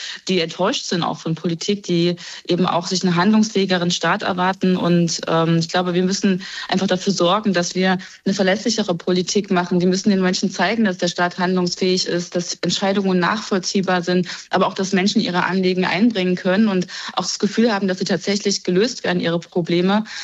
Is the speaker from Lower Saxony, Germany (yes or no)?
no; Thuringia, Germany; ich komme aus Thüringen, da kann ich da vieles berichten